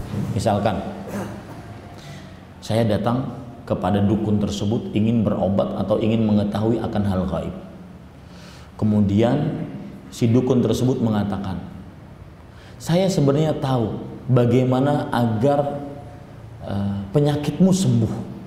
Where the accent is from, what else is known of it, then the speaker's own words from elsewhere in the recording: Indonesia; moved away as an adult; also born or lived in Dammam, Saudi Arabia; Saya dari Indonesia